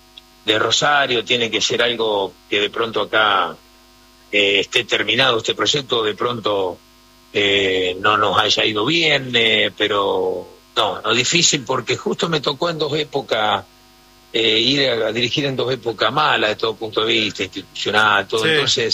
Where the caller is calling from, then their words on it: Quito, Pichincha, Ecuador; yo vivo en Quito, es decir, mi sitio es Quito, Lumbici